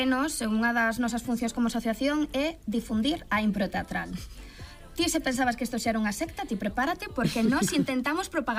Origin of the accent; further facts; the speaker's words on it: Galicia, Spain; así que somos mulleres galegas